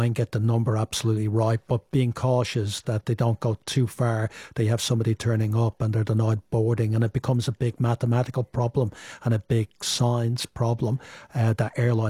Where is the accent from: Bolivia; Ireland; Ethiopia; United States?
Ireland; Dublin, Leinster; I talk in the book about my family history growing up in Dublin from a very poor background and then getting my first job in an airline, Aer Lingus, and I'd never flown before.